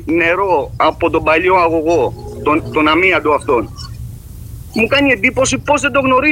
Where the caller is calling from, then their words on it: Kypseli, Crete, Greece; το χωριό μου η Κυψέλη